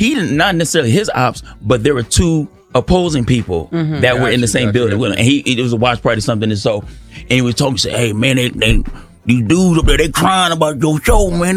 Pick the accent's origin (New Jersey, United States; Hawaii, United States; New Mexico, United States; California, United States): California, United States; Los Angeles; LA. I'm from South Central LA.